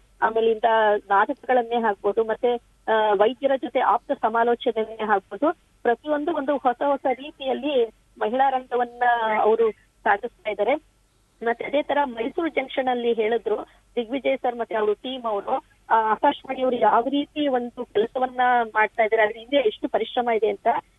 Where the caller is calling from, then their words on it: Karnataka, India; ನಮ್ಮ ಊರಲ್ಲಿ ನಾನು ಹಿಂಗೆ ಹಿಂದೆನೂ ಹೇಳಿದ್ದೆ ಸರ್, ಸಿದ್ದರಬೆಟ್ಟ